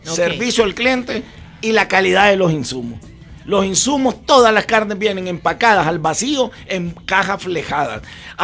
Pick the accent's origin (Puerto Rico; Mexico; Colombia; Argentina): Mexico; now in Honduras; yo soy mexicano